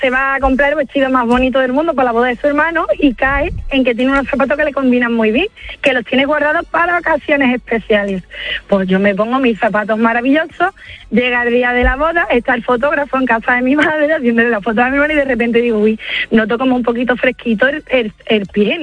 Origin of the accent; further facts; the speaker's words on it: Huelva, Andalusia, Spain; Tengo un hermano, mira, nosotros somos de Huelva, pero vamos, medio lepero